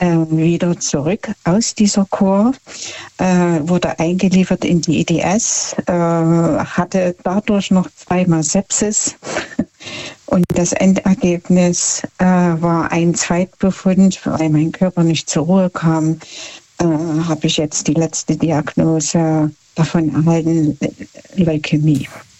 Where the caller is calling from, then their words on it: Markkleeberg, Saxony, Germany; Von ganz, ganz, ganz weit her, von Mark Kleberg. Ich bin eine Sächsin aus Sachsen, Leipzig.